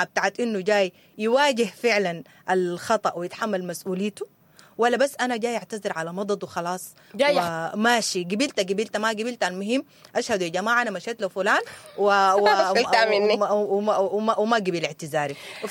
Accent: Sudan; نحنا كشعب سوداني

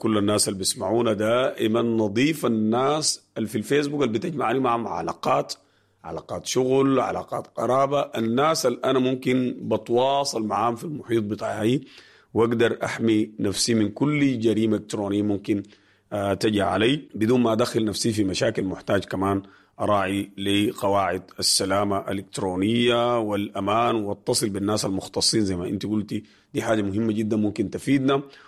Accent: Sudan; بالذات في أفريقيا وفي بلدنا السودان.

